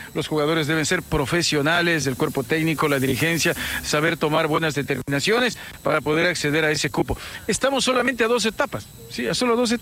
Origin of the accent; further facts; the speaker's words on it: Ambato, Tungurahua, Ecuador; Quien le habla es de Ambato. Yo trabajo en Ambato, trabajo en Riobamba